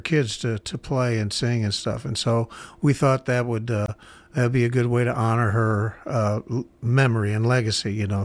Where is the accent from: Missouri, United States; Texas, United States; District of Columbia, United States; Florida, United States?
Missouri, United States; St. Louis; Yeah, St. Louis. We grew up in St. Louis.